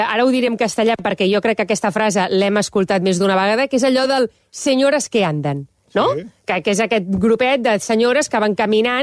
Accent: Badalona, Catalonia, Spain; No, a més, és que jo que soc de Badalona, és veritat que les veig sempre amb el carrito de la compra i em fa molta gràcia.

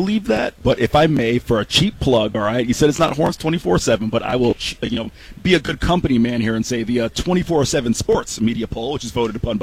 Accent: Florida, United States; It's great to be back here in the Sunshine State. Certainly great to be in my hometown.

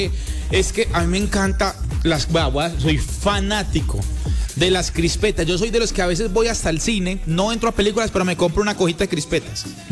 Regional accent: Medellín, Antioquia, Colombia; also born or lived in Dabeiba, Antioquia; now in Bogotá, Colombia; yo soy de Dabeiba, Antioquia, criado en Medellín y vivo en Bogotá hace 15 años. O sea, soy una mezcla muy loca.

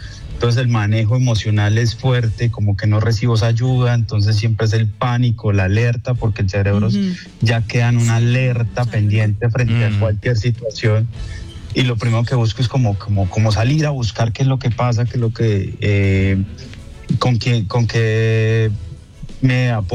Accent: Manizales, Caldas, Colombia; now in United States; buenos días, pues, obviamente, para la comunidad de Manizales. Pues es mi tierra, y obviamente también se afecta a uno psicológica y emocionalmente, estando desde bien lejos.

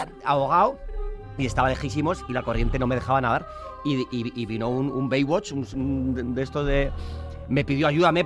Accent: San Sebastián, Basque Country, Spain

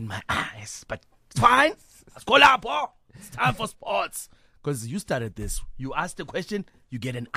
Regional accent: South Africa; I'm a South African

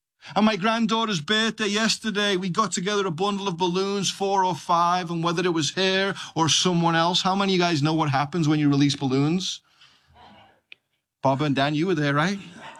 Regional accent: England, United Kingdom; moved away; where I grew up in England.

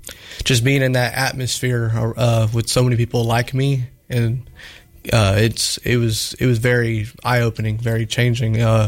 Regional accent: Waynesboro, United States; I'm from Waynesboro, 24 years old

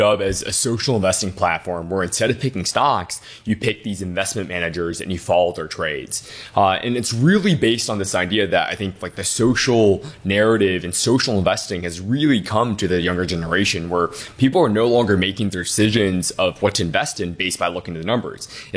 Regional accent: Detroit, Michigan, United States; So born and raised in Detroit, my parents are immigrants. We didn't have a lot

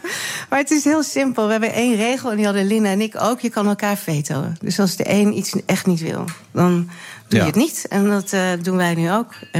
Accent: Tiel, Gelderland, Netherlands; Uit Tiel. Oh. Dat is Gelderland.

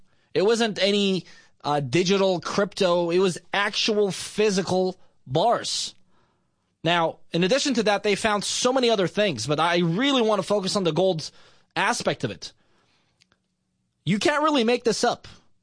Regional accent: Beirut, Beirut Governorate, Lebanon; When I was a kid growing up in Lebanon, Beirut, we were going through a civil war.

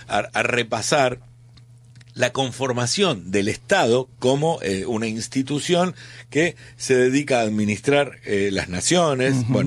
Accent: Argentina; nosotros como argentinos

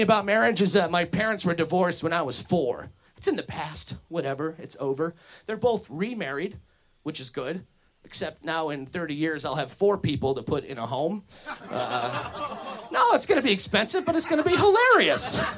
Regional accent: Lansing, Illinois, United States; I come from Lansing, Illinois. That's like near Indiana, so you know what's going on already. Like when I was a kid, Lansing was about 80% white

